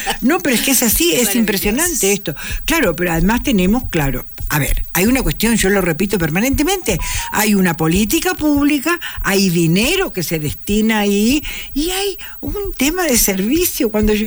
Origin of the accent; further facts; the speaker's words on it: Uruguay; Quito, Uruguay tiene el mismo número de habitantes que Quito, somos 3 millones de Uruguay, imagínate.